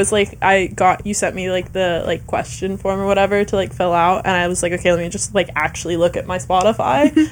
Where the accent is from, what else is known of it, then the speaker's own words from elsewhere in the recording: Seattle, Washington, United States; born there; moved away as an adult; now in Oregon, United States; Yes, I'm from Seattle.